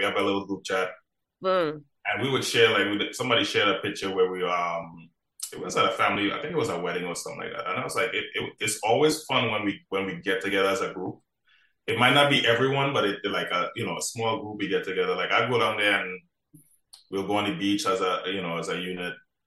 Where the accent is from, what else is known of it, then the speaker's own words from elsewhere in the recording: Marabella, San Fernando, Trinidad & Tobago; But growing up in Marabella, I wasn't really into the music like that.